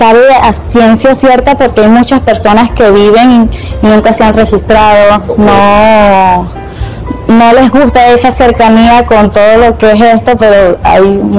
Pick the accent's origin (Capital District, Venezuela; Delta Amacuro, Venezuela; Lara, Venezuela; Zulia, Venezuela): Delta Amacuro, Venezuela; Piacoa; also born or lived in Tucupita, Venezuela / La Fe, Venezuela; nos fuimos para una montaña llamada La Fe. Ahí estuve como hasta los 5 años y de allí nos mudamos hacia Pia Coa. La Fe es como que lo más pegado a la Serranía y Mataca.